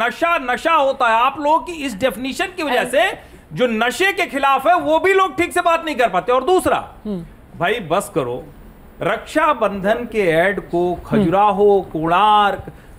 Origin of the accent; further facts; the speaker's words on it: Pratapgarh, Uttar Pradesh, India; हम तो जहां से आते हैं, मैं प्रयागराज प्रतापगढ़ से आता हूँ